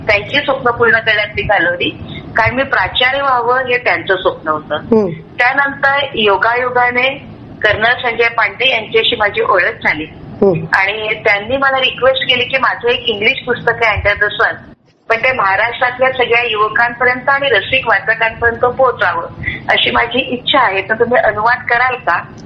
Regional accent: Nagpur, Maharashtra, India; moved away as an adult; also born or lived in Nashik / Thane; मी मुळात नागपूरची, माहेर नागपूरचं, माझं शिक्षण नागपूरच्या सोमलवार शाळेत झालं

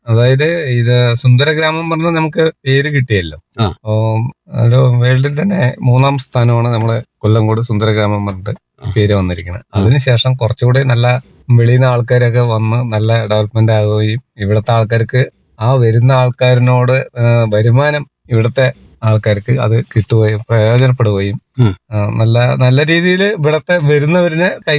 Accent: Palakkad, Kerala, India; ജനിച്ചു വളർന്ന ഇവിടുന്ന് ഒരു എടച്ചറ പറഞ്ഞ സ്ഥലത്താണ് ഞാൻ ജനിച്ചത്.

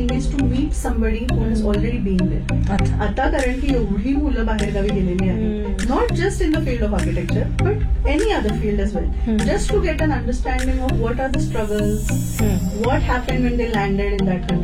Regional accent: Maharashtra, India; आता मी मराठी असल्यामुळे महाराष्ट्र मंडळ तिथलं तुमचं

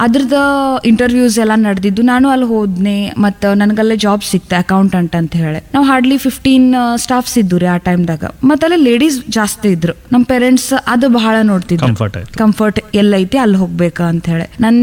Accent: Belagavi, Karnataka, India; also born or lived in Gokak; ನಂದು ಹುಟ್ಟೂರು ಬಂದು ಗೋಕಾಕ್ ರೀ, ಇಲ್ಲೇ ಬೆಳಗಾವ್ ಜಿಲ್ಲಾ. ಆಮೇಲೆ ನಂದು ಬಾಲ್ಯ ಅನ್ನೋದೆಲ್ಲ ಬೆಳಗಾವ್ ಒಳಗನೇ ಆಯಿತು.

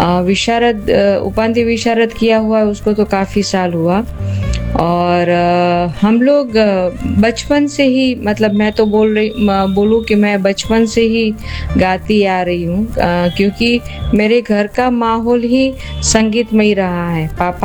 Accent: Surat, Gujarat, India; मैं सूरत गुजरात से हूँ।

